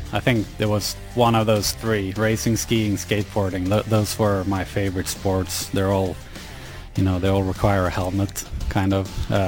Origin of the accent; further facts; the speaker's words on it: Sweden; English is a second language; It was more like small companies where I grew up in Sweden that, you know, chipped in here and there.